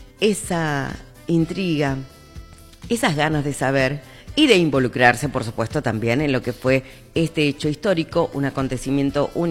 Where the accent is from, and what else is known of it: Argentina